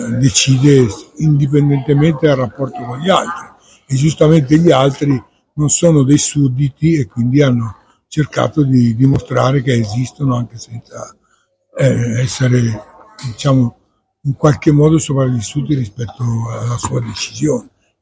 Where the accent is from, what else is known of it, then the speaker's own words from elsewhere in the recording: Lecco, Lombardy, Italy; io vengo da Lecco